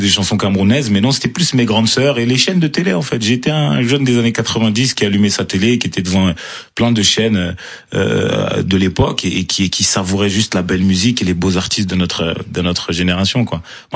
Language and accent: French; Marseille, Provence-Alpes-Côte d'Azur, France; born there